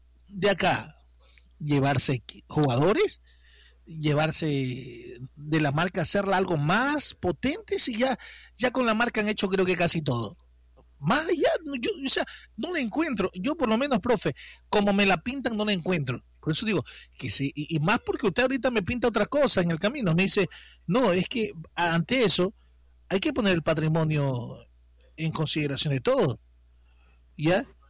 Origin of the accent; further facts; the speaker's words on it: Ecuador; será porque somos ecuatorianos